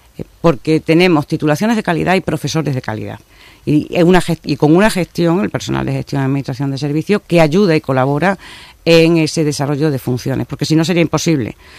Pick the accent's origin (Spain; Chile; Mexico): Spain; Llerena, Extremadura; Yo, por ejemplo, soy de Campiña Sur y yo reconozco que existe un problema de comunicación, que es difícil que se puedan trasladar de mi pueblo Llerena a Cáceres determinados estudiantes